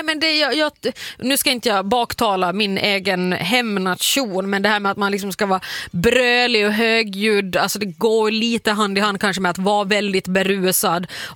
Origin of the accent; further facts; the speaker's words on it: Finland; moved away as an adult; now in Sweden; när jag fortfarande bodde hemma i Finland. Jag flyttade till Sverige 2014. Men född och uppvuxen där.